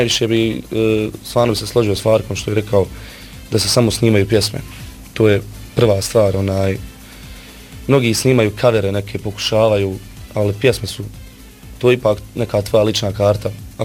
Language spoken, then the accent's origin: Bosnian; Sarajevo, Federation of Bosnia and Herzegovina, Bosnia & Herzegovina; Ja sam jedini finalista iz Sarajeva trenutno i nadam se da će Sarajevo, da će naš šeher glasa